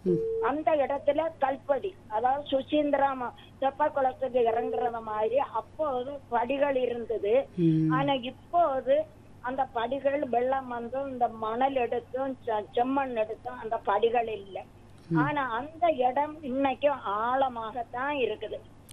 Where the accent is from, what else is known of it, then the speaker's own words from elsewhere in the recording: Chitharal, Tamil Nadu, India; சிதறால் என்னுள்ள இடத்திலே நான் பிறந்து வளர்ந்தவள்.